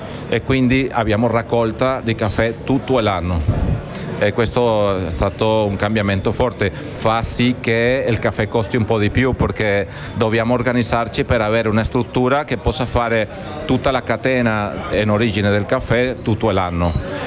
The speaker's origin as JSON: {"language": "Italian", "country": "Venezuela", "also_born_or_lived": "Milan", "second_language": "Italian", "moved": "as an adult", "lives_now": "Trieste, Italy", "said": "vengo dal Venezuela, sono arrivato nel 2017 per motivi di salute della mia madre a Milano, all'ospedale San Raffaello di Milano, e dopo ci siamo trasferiti a Trieste perché è una città più pacifica, più bella, luminosa"}